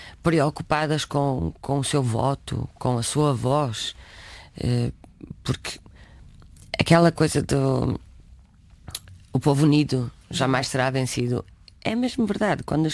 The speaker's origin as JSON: {"language": "Portuguese", "region": "Norte", "country": "Portugal", "tie": "born or raised there", "said": "Eu quis ir gravar ao Minho e não foi porque eu sou dali"}